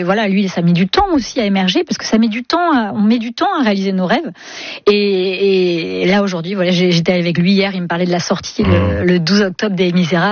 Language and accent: French; Brittany, France; Mais on est breton ou pas?